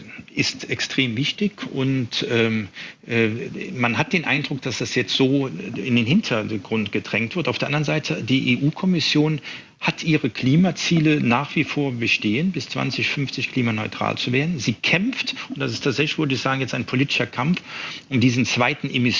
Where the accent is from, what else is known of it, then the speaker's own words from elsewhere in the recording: Mannheim, Baden-Württemberg, Germany; Also ich komme aus Mannheim